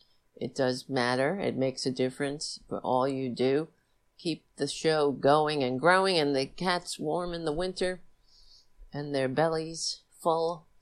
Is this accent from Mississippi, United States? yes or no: no; New York City, New York, United States; After the attack, I served this country in uniform after witnessing the towers fall in my hometown, and I felt like I needed to do something to help.